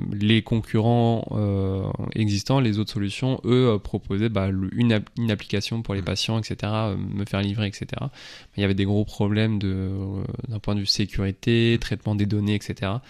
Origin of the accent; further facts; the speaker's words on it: Lorient, Brittany, France; je suis de Lorient, je suis revenu sur Lorient